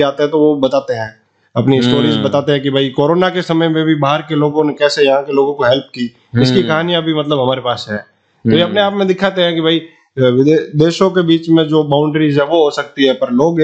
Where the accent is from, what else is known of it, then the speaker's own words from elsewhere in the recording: Jaisalmer, Rajasthan, India; मैं खुद जैसलमेर से आता हूँ